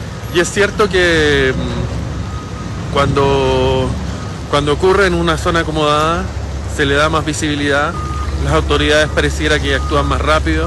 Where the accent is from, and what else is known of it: Chile; now in Las Condes, Chile